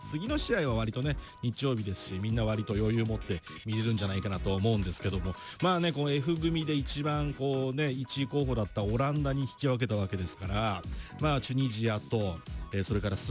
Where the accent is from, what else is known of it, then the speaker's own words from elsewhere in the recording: Tochigi, Japan; moved away; ふるさとは栃木に、帰省してまいりました。